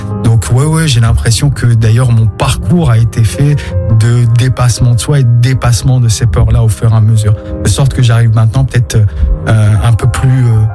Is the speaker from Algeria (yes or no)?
yes; Algeria; C'est aussi à mon enfance en Algérie, lié à maintenant.